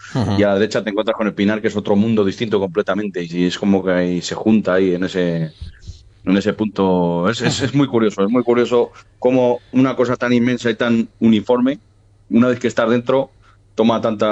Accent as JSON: {"language": "Spanish", "town": "Vallelado", "region": "Castile and León", "country": "Spain", "tie": "born or raised there", "said": "en mi pueblo, en Valhielado, a las orillas del río Cega"}